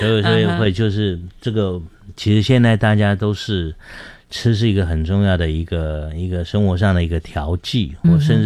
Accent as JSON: {"language": "Chinese", "region": "Miaoli County", "country": "Taiwan", "tie": "born or raised there", "said": "我是苗栗的小孩，我们中部的葱呢、有中部葱的做法"}